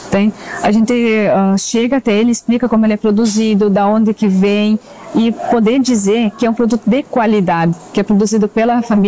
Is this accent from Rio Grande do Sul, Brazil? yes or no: yes; Frederico Westphalen, Rio Grande do Sul, Brazil; Somos aqui de Frederico Westphalen, do interior, da linha Santos Anjos.